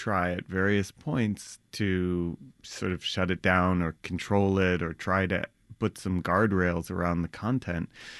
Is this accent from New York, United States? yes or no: yes; New York City, New York, United States; I grew up in Brooklyn as well